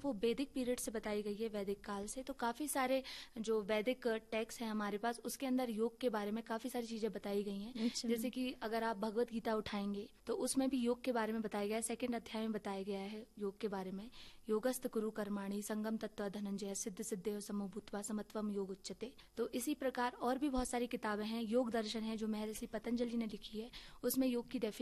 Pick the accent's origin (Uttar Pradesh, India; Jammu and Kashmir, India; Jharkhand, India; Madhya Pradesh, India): Uttar Pradesh, India; Agra; now in Kargil, India; मैं आगरा उत्तर प्रदेश से आती हूँ